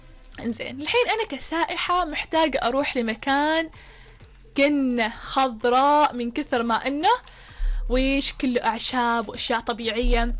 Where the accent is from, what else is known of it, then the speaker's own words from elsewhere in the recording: Oman; بلادنا سلطنة عمان فيها تضاريس مختلفة، فيها مناطق مختلفة